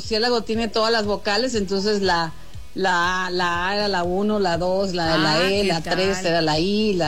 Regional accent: Culiacán, Sinaloa, Mexico; No, yo en mi época, yo soy de Culiacán.

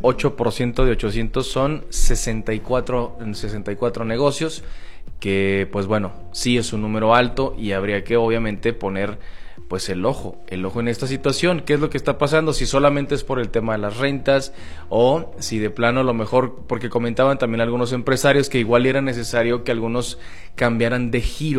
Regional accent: Spain; somos españoles.

